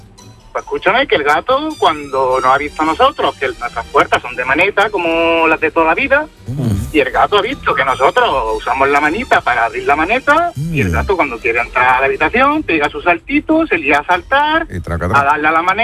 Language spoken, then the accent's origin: Spanish; Moriles, Andalusia, Spain; now in Palma de Mallorca, Spain; Soy de Córdoba, soy de un pueblecito de Córdoba.